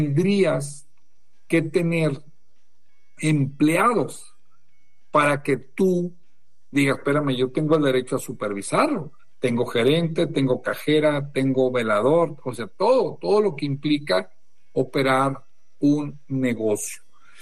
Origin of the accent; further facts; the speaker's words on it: Torreón, Coahuila, Mexico; accent: norteño; moved away; como decimos ahí en el norte, acuérdense que soy de Torreón. Me cayó re bien que todos hablaban igual que yo, muy norteño, porque yo acá no me se ríen a veces mi tono norteño que tengo